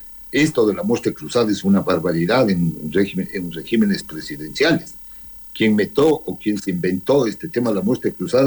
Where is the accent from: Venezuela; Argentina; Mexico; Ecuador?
Ecuador